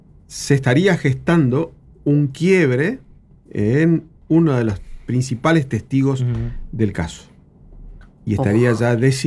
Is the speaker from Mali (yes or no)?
no; Argentina